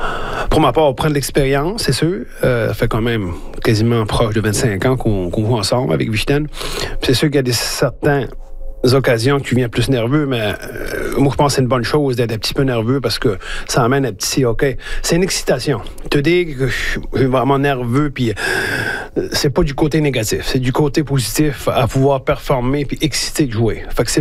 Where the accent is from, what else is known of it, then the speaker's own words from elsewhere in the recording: Prince Edward Island, Canada; on est Acadien à travers travers ce grand pays qui est le Canada.